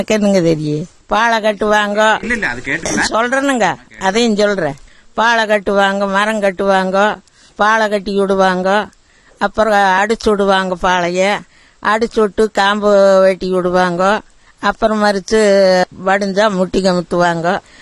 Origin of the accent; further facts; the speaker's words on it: Vadaputhur, Tamil Nadu, India; கிணத்துக்கடவு கிட்ட வடபுதூர். நான் பிறந்து வளர்ந்தது அந்த ஊரு. என்னை கட்டி கொடுத்தது கருவல்வாடி புதூர் அந்த ஊர்கிட்ட. கோபிக்கும் கிழக்க போகணுங்க